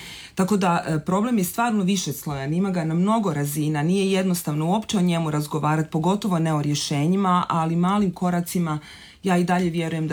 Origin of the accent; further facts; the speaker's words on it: Croatia; Taj problem je kod nas u Hrvatskoj prilično izražen.